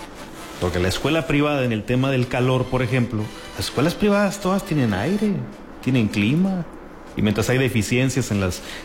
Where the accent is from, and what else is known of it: Mexico